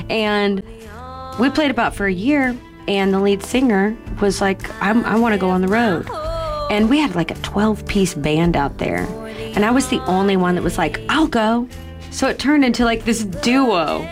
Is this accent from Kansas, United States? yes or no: yes; Wichita, Kansas, United States; moved away as an adult; I'm originally from Wichita, and I moved away as young as I could. I had that Hollywood twinkle in my eye. I left, you know, at the age of 18